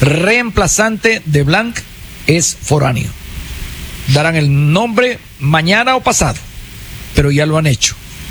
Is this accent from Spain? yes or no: no; Ecuador; Uno como ecuatoriano